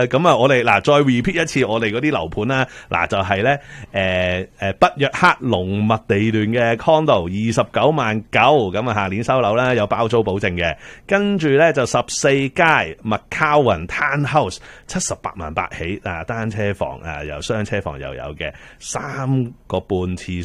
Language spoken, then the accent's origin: Chinese; Hong Kong; accent: Hong Kong Mandarin; Chinese is a second language; 我又要同佢讲。我的国港普啊，我的港普很厉害的。